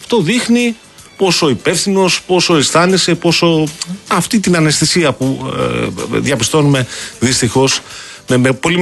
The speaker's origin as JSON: {"language": "Greek", "country": "Greece", "said": "Θα μου πείτε, εμείς είμαστε Έλληνες, τι δουλειά έχουμε να συζητάμε γιατί."}